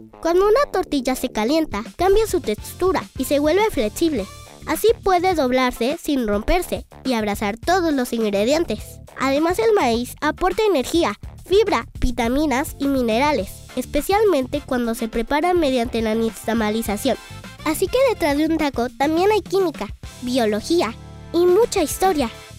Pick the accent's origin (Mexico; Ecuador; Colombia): Mexico